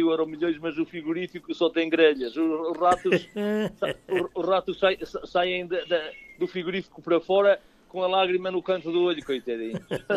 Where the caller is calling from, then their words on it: Vila Real, Norte, Portugal